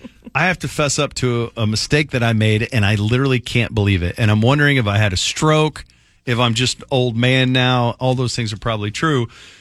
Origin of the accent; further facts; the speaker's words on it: Richardson, Texas, United States; We grew up together in Richardson.